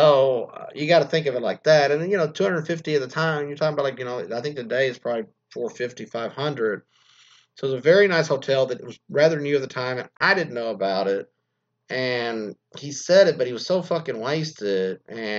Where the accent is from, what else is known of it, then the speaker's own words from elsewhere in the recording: United States; now in United Kingdom; asked me where in the U.S. I was from because she recognized my accent, which shocked me because I didn't recognize hers.